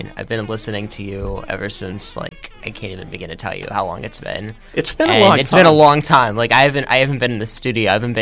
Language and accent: English; Pittsburgh, Pennsylvania, United States; So I'm from Pittsburgh originally. I grew up in Fox Chapel. That's where I'm from, and I was born and raised in Fox Chapel.